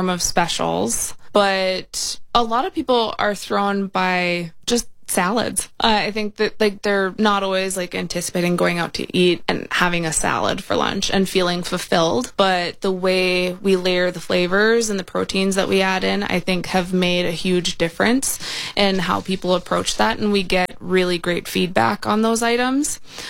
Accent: Minnesota, United States; You know, I grew up on the White Earth Reservation, and so I have a preference.

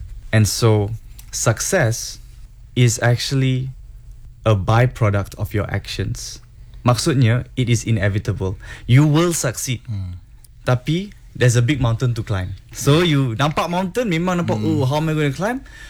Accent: Singapore; born or raised there; also born or lived in Hong Kong

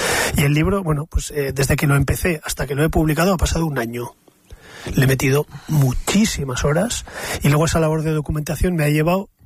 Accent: Pamplona, Navarre, Spain; Salimos fuera de Navarra y a cualquier sitio que vamos enseguida dices, es que somos de Pamplona.

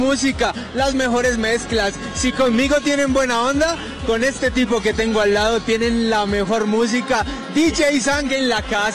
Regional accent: Colombia; yo sé que somos colombianos. Todos los que estamos acá, si no me equivoco, la mayoría somos colombianos

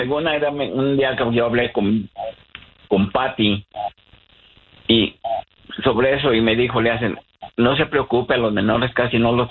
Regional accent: Jalisco, Mexico; Somos de Jalisco.

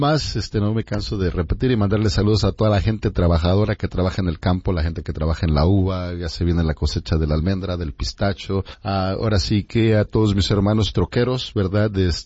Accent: Tenancingo, State of Mexico, Mexico; moved away; mi pueblo querido, San Miguel Tecomatlán, en Tenancingo, Estado de México. Un pueblo hermoso, hermoso, lleno de muchas tradiciones

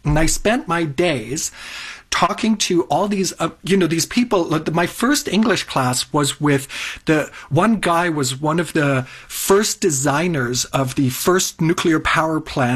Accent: Toronto, Ontario, Canada; moved away as an adult; also born or lived in South Germany; South Germany. And we immigrated to Canada, I don't even want to tell you, but it was in 1986. And then I grew up in Toronto for the next 15 years.

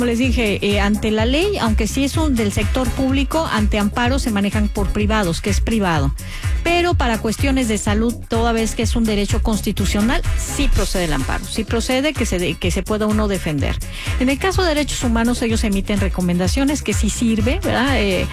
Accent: Mexico

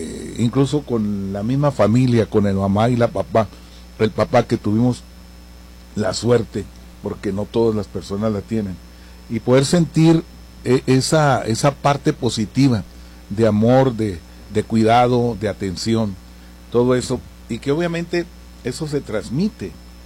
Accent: Mexico; tenemos muchos privilegios como mexicanos

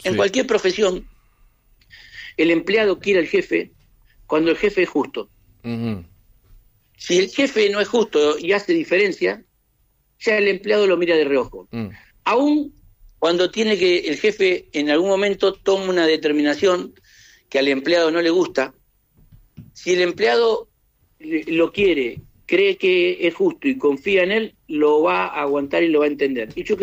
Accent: Argentina; Los argentinos somos gente de una economía muy endeble, muy complicada

